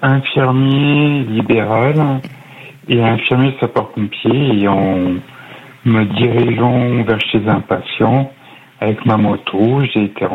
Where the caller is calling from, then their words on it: Châteaurenard, Provence-Alpes-Côte d'Azur, France; J'habite à Château-Renard, à côté d'Avignon, dans les Bouches-du-Rhône.